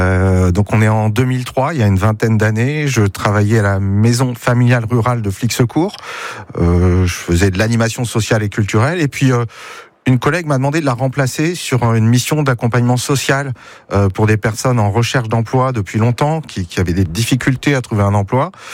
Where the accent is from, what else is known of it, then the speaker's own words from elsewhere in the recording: Pays de la Loire, France; moved away; Je suis originaire des Pays de la Loire